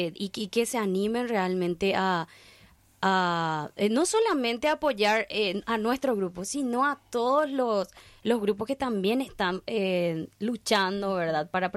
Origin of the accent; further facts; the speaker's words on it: Paraguay; no solamente como paraguayos